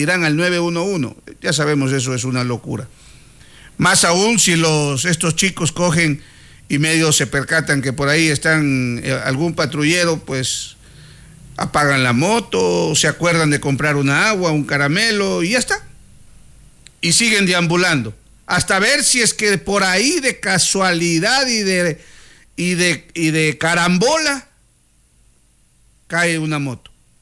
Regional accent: Zaruma, El Oro, Ecuador; oiga, soy de Zaruma, aquí no hay cuadras.

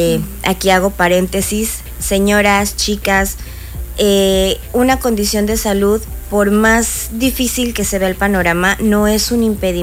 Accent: Guadalajara, Jalisco, Mexico; now in Cancún, Mexico; soy de Guadalajara, tapatía 100%, pero amando Cancún. Y pues tengo aquí 15 años.

